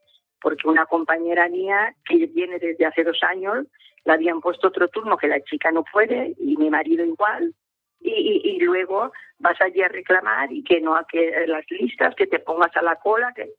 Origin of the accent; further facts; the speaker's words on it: Gandia, Valencian Community, Spain; Mire, en mi casa soy una ciudadana de Gandía